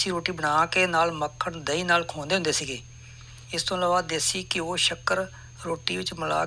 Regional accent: Tarn Taran district, Punjab, India; ਮੇਰਾ ਜਨਮ ਪਿੰਡ ਸਹਬਾਜਪੁਰ ਜ਼ਿਲ੍ਹਾ ਤਰਨ ਤਾਰਨ ਵਿੱਚ ਹੋਇਆ ਸੀ।

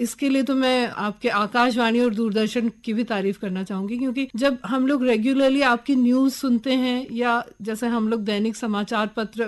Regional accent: Madhya Pradesh, India; मेरा जो गृह राज्य है वो मध्य प्रदेश है, मेरे पिताजी मध्य प्रदेश के रहने वाले हैं

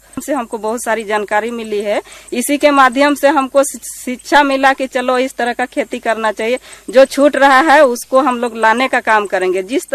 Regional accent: Lodhma, Jharkhand, India; मैं ग्राम लोधमा की रहने वाली हूँ और मेरा जिला है रामगढ़। मेरी पढ़ाई है इंटर पास और हम किसान का ही बेटी हैं।

